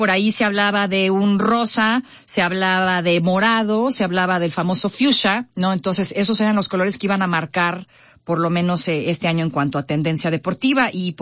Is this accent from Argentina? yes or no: no; Mexico; como mujer y como mexicana